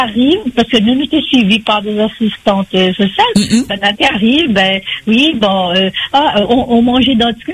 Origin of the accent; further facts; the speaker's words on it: Saint-Paul, Réunion; Moi je suis originaire de Belmène.